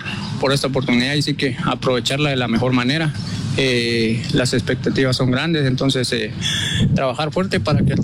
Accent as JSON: {"language": "Spanish", "town": "Colomba", "region": "Quetzaltenango", "country": "Guatemala", "tie": "born there", "said": "nací en Colomba, Quetzaltenango"}